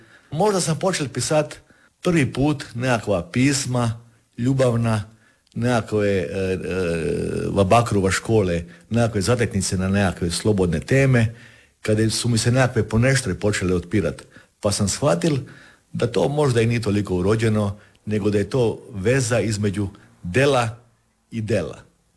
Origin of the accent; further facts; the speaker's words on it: Kostrena, Primorje-Gorski Kotar County, Croatia; To je kostrene kada je sad Ina i moje rodno selo je tako reći zrušeno. 50 kuća je zrušeno kada je tamo se Ina širila.